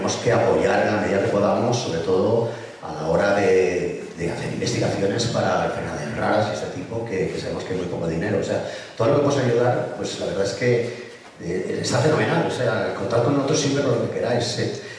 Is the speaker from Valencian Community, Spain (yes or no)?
yes; Valencian Community, Spain; yo soy de Vinetuse, soy un pueblo de al lado de Valencia que pasó La Habana por ahí